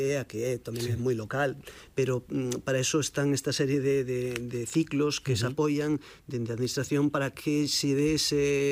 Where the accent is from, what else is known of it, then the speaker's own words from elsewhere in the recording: Galicia, Spain; é o que nos fai a como galegos enriquecernos tal cual somos, a nosa cultura, non?